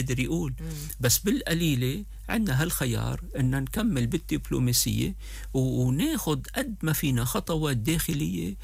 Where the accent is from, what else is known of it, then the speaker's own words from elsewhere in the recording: Lebanon; انا بلبنان، انا لبناني،